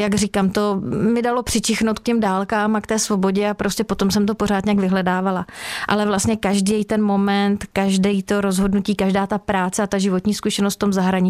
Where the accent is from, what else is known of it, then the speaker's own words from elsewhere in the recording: Sokolov, Karlovy Vary Region, Czechia; moved away as an adult; also born or lived in Kraslice; now in Prague, Czech Republic; Narodila jsem se jako spousta dětí a mého ročníku v Kraslicích, ale jinak jsem celý život vyrůstala v Sokolově, celé dětství i vlastně dospívání jsem tam prožila.